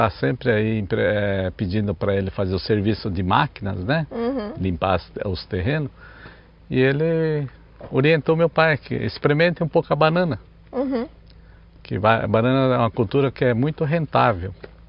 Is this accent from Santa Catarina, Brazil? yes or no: no; Itapecerica da Serra, São Paulo, Brazil; Viemos do município de Itapecerica da Serra, né, em São Paulo. Em um bairro chamado Aldeinha, a gente morava lá.